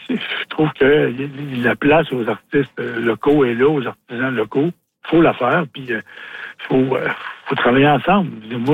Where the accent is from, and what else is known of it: Quebec, Canada